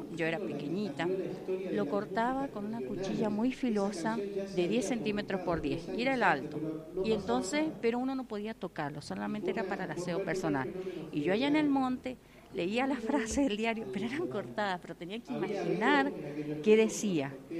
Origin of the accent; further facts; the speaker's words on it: Chacritas, Mendoza, Argentina; En Chacritas, sería 15 kilómetros del departamento de La Paz, del otro lado del río Tunuyán, que actualmente está seco.